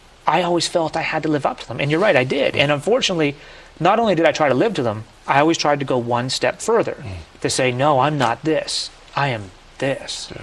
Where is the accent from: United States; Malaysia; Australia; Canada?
Canada; As a Canadian, we played road hockey nonstop.